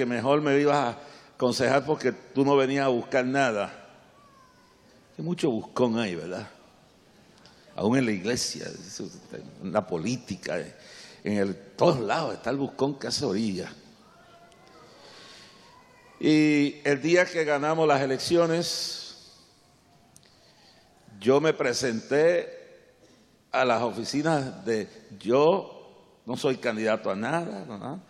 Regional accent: Puerto Rico; una está exiliada exiliada porque los puertorriqueños nos exiliamos en Orlando.

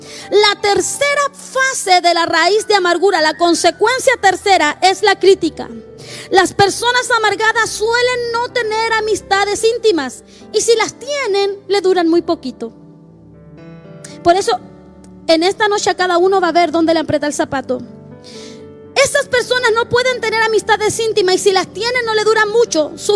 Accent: Chile; yo soy bien chilena para hablar.

